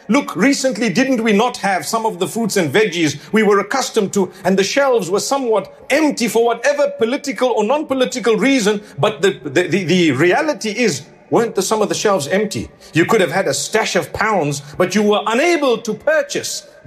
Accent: South Africa; moved away; And I come from Africa.

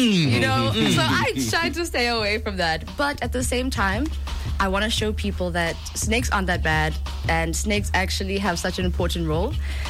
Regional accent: Botswana; And I grew up in Botswana, and even though my Setswana is, it's getting there, I'm learning Setswana.

